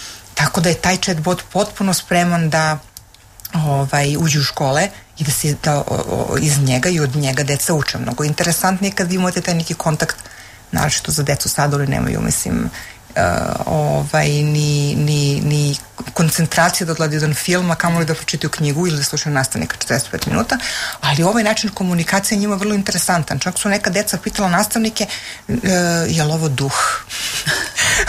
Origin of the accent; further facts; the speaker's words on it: Serbia; now in United States; Ja imam američki pasoš, ali se i dalje izjašnjavam kao Srpkinje.